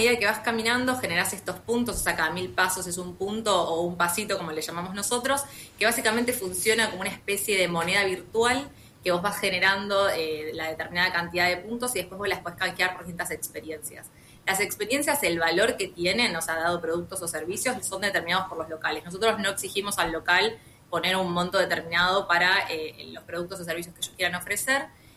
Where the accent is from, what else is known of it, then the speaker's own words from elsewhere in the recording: Argentina; now in Montevideo, Uruguay; yo soy argentina viviendo en Montevideo